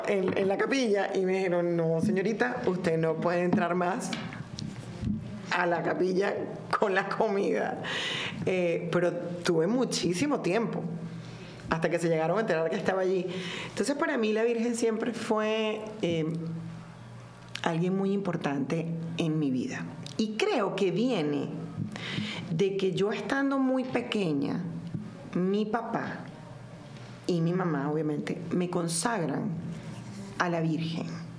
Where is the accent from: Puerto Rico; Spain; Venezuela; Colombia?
Venezuela; Caracas, Capital District; born there